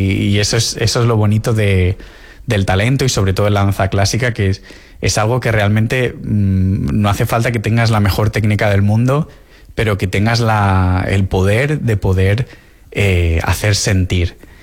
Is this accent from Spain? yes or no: yes; Ibiza, Balearic Islands, Spain; now in London, United Kingdom; Yo soy vilero, yo soy de Vila.